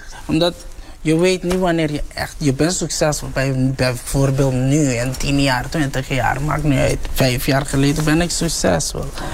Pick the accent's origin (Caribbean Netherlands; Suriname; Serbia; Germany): Caribbean Netherlands; Bonaire; first language Papiamento; Dutch is a second language; Kijk, ik kom van Bonaire, we spreken Papiaments. We hebben in totaal 400.000 mensen maximaal aan zijn eilandjes.